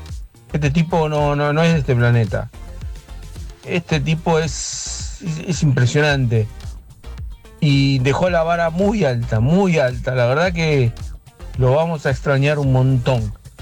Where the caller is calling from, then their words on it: Avellaneda, Buenos Aires Province, Argentina; soy de Avellaneda.